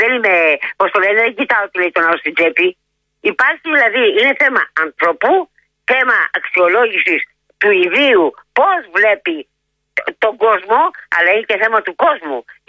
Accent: Chalcis, Central Greece, Greece; Γιατί είμαι από τη Χαλκίδα και δεν τη γυρίζω πίσω.

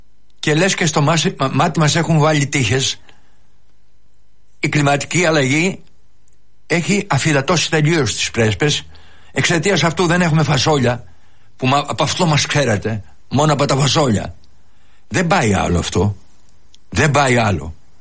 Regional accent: Florina, Western Macedonia, Greece; born there; moved away; Η πατρίδα μου είναι ο καημός μου. Σας έλεγα πριν για τη μοναξιά. Είναι πολύ μακριά, είναι 600 χιλιόμετρα. Αλλά και ακόμα πιο μακριά, γιατί είναι ξεχασμένη, μακρινή και μόνη.

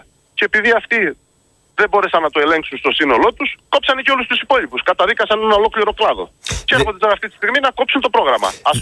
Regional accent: Greece; σαν Έλληνες παραγωγοί.

